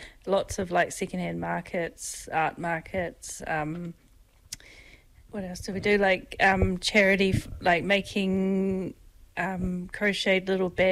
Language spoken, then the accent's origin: English; Wanaka, Otago, New Zealand; now in Christchurch, New Zealand; my Dutch side is very outdoors, growing up in Wanaka, it's all that mountains and lakes.